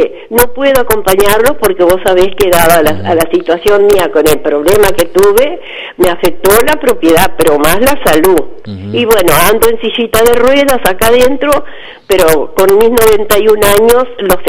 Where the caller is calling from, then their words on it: Tomás Gomensoro, Artigas, Uruguay; soy de Bovenzoro, sabés que la Justina Rodríguez fue mi nana.